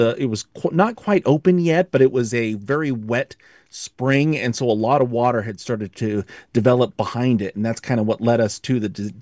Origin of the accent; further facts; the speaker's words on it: Idaho, United States; I grew up in Eastern Idaho. I was on the news over there, first with KIDK, then KPVI.